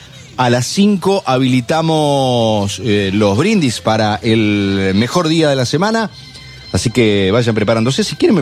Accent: Argentina; somos argentinos, querido

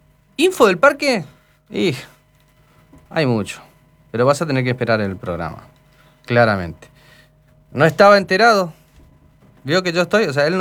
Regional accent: Argentina; Sí, somos argentinos.

